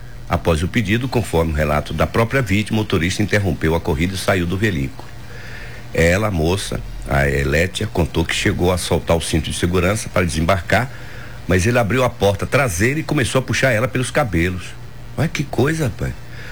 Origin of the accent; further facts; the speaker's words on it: Ribeira, Brazil; Eu sou de Ribeira, mas tenho 40 anos aqui.